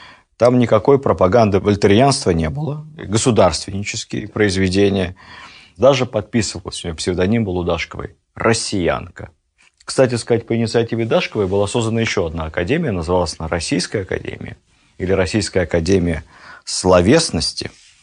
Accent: Ukraine; Я и сам с Украины, вы же знаете.

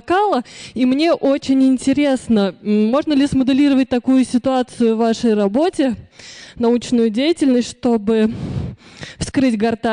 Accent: Saransk, Mordovia, Russia; я родом из Саранска.

